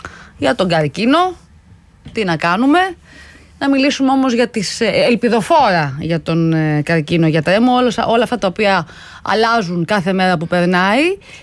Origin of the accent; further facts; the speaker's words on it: Pyrgos, Western Greece, Greece; born there; στο χωριό μου τον πύργο Ηλίας.